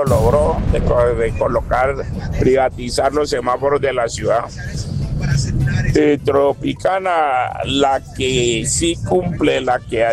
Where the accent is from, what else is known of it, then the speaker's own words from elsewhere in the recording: Cali, Valle del Cauca, Colombia; accent: caleño; Que se respete nuestro acento caleño por encima de todo, hermano.